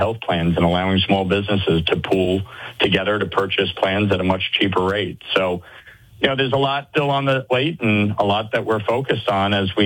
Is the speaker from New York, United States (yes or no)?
yes; Orangetown, New York, United States; and my hometown, the town of Orangetown, we will be having a big parade on July 4th.